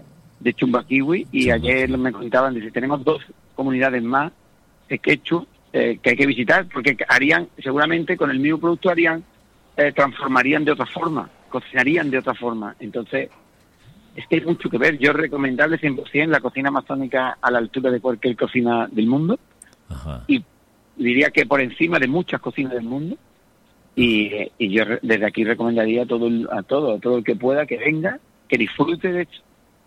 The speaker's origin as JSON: {"language": "Spanish", "town": "Huelva", "region": "Andalusia", "country": "Spain", "said": "yo soy de Huelva, del sur de España, de Andalucía, y ahí tenemos el culantro, porque además somos la única región de Europa a la que llamamos culantro, como se llama aquí."}